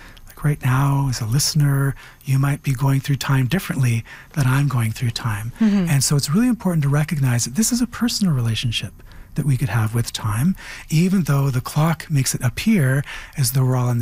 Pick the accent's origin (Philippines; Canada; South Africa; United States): Canada; You know, I'm wholly Canadian. I'm not some portion Canadian. I'm wholly Anishinaabe, not some portion Anishinaabe.